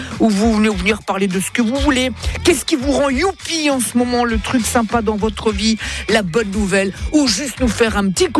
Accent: Italy; moi, je parle, je suis italien, moi. Je parle avec les mains, moi, tu le sais bien.

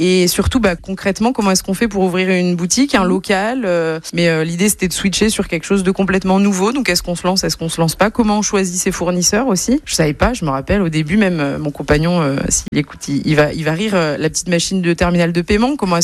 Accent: Anglet, Nouvelle-Aquitaine, France; j'ai 38 ans et je suis d'Anglette.

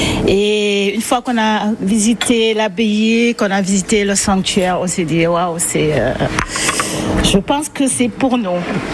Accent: Senegal; now in Roussas, France; Alors moi je viens du Sénégal déjà. Quand je suis arrivée, j'ai atterri sur Avignon.

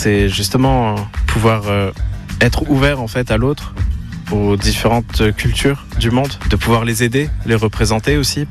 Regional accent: La Chapelle-d'Armentières, Hauts-de-France, France; je viens de la chapelle d'Armentières.

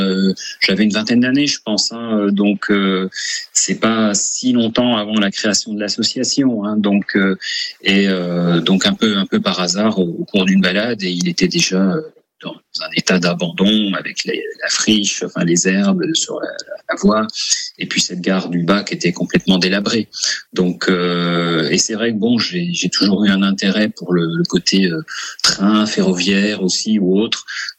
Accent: Besançon, Bourgogne-Franche-Comté, France; moved away; je suis byzantin d'origine, je suis né et grandi à Besançon, donc et puis j'ai encore des attaches familiales

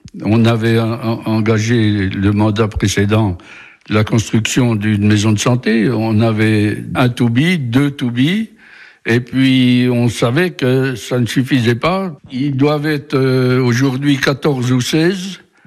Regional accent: Montenoy, Bourgogne-Franche-Comté, France; Je suis né à Montenoy. Je suis issu d'une famille catholique de Calotin.

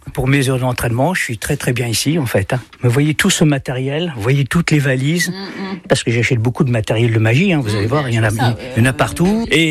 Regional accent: Grand Est, France; Alors, moi, je suis pas de Neuf-Maisons, j'étais à l'époque de Froire-Pompey.

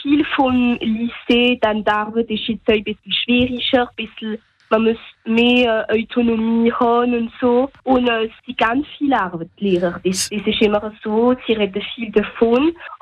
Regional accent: Strasbourg, Grand Est, France

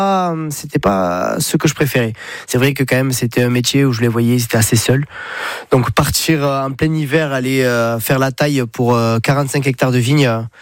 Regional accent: Saint-Paul-de-Fenouillet, Occitanie, France; also born or lived in Perpignan; Je suis né là-bas, je suis né à Perpignan en 1985, le 7 janvier. Ouais. Et je suis originaire d'un petit village qui est à 40 km de Perpignan, Saint-Paul-de-Fenouillet.

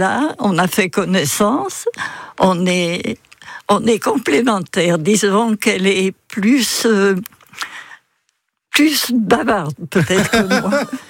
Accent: South, France; je parle avec les mains, je suis du Sud.

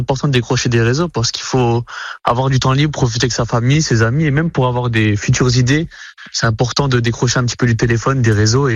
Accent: Thionville, Grand Est, France; born there; je suis né à Thionville, je connais tout le monde à Thionville maintenant

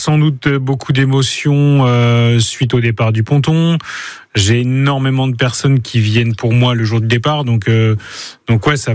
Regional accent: Le Mans, Pays de la Loire, France; born there; être originaire de Wallis et Futuna par mon père et être né au Mans par ma mère

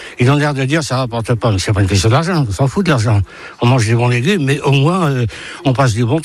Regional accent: Normandy, France; Et je suis assez content parce que par ici, moi, je suis normand.

